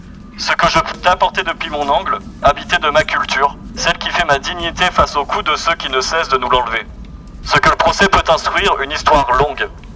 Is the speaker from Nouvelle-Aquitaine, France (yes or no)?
yes; Nouvelle-Aquitaine, France; Merci, nous on vient de la campagne des Deux-Sèvres, ça fait chaud au cœur.